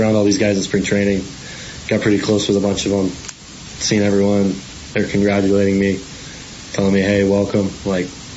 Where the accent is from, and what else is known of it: Oxford, Mississippi, United States; also born or lived in Senatobia, United States